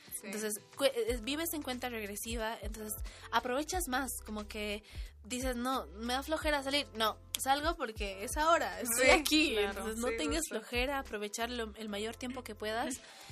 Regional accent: Bolivia; now in Mexico

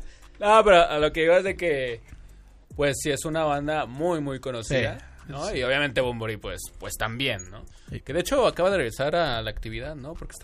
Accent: Mexico; Somos mexicanos.

